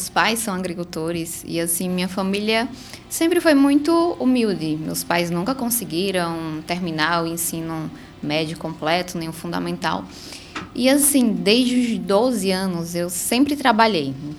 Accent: Bahia, Brazil; eu sou da Bahia, mas também tenho clientes aqui em Sergipe.

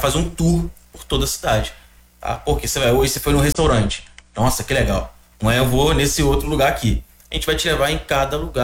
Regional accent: Muriaé, Minas Gerais, Brazil; Eu sou mineiro, sou de Muriaé, eu sou muriense, né?

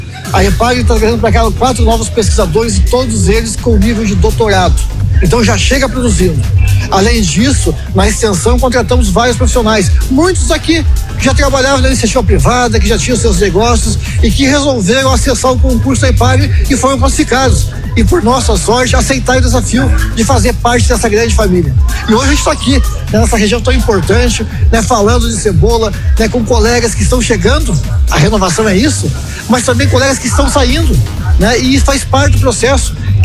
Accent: Agrolândia, Santa Catarina, Brazil; Eu sou natural aqui de Agrolândia, né, e conheço muito bem essa região aqui

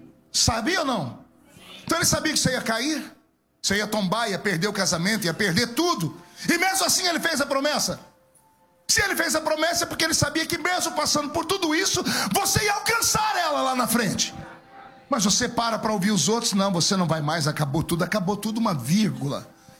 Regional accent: Brazil; born there; moved away; Eu vim lá da Vila Tatu. E lá na Vila Tatu, eu ia numa igrejinha pequena.

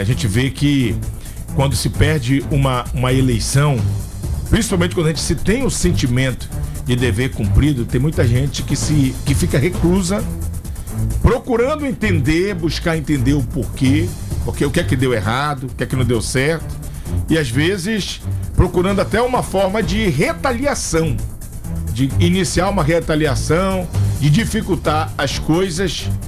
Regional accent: Amapá, Brazil

